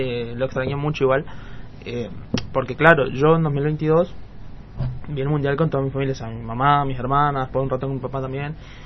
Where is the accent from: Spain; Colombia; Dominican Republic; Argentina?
Argentina